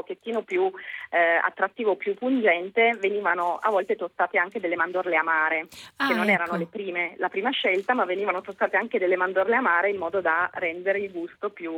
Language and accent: Italian; Piedmont, Italy; pur da piemontese